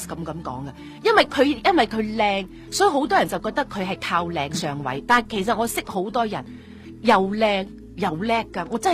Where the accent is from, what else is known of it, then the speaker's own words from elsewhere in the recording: Singapore; born there; 然后佢翻我喺新加坡出世